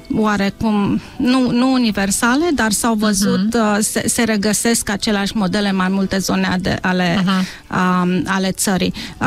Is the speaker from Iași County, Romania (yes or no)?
no; Buzău, Buzău County, Romania; born there; Eu m-am născut la Buzău și ia asta pe care o am pe mine este o ie de Buzău.